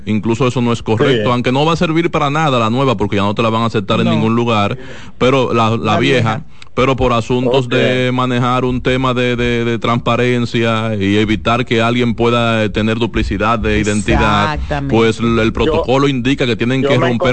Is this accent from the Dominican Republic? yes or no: yes; Dominican Republic; Pero que yo soy dominicano.